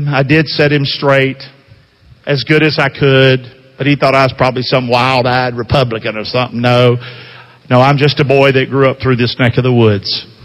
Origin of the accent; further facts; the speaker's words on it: United States; I'm from there. I'm from Carolina.